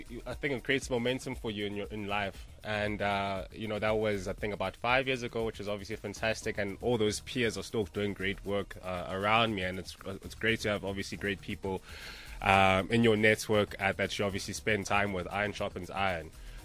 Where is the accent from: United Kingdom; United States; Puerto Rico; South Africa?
South Africa; a team of five South Africans.